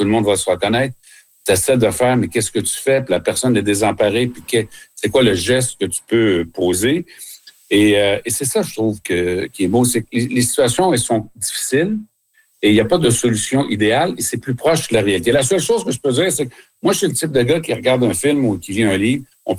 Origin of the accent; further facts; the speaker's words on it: Quebec, Canada; ce n'est pas le système qu'on a chez nous au Québec, ça c'est clair.